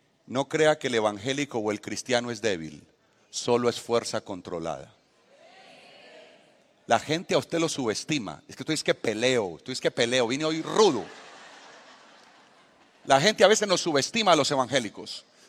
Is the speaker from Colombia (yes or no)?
yes; Colombia; con sangre colombiana. Entonces yo le dije, vengo de la mejor tierra, de Colombia